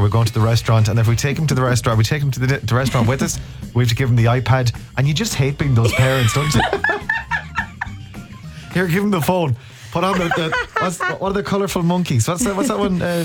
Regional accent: Ballina, County Mayo, Ireland; I'm from Ballina. I think I might be obligated

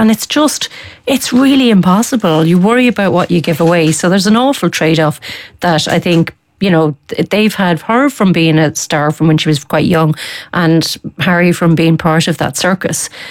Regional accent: Tipperary, Munster, Ireland; I grew up in Tipperary. It's a bit landlocked.

